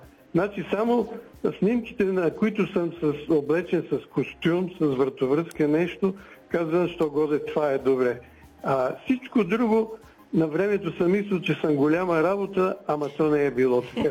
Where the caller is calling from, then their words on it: Vidin, Vidin Province, Bulgaria; от Видин.